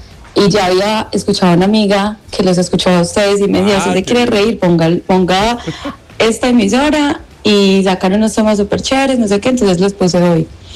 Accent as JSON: {"language": "Spanish", "town": "Manizales", "region": "Caldas", "country": "Colombia", "said": "soy de Manizales."}